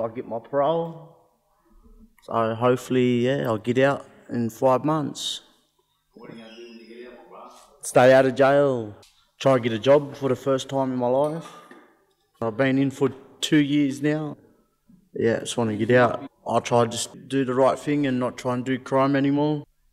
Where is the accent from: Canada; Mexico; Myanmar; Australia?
Australia; Glen Innes, New South Wales; now in Liverpool, Sydney, Australia; I'm from Glen Innes. Live in Liverpool in Sydney. I'm Bungjlung and Gungbung Berry. 23 years old.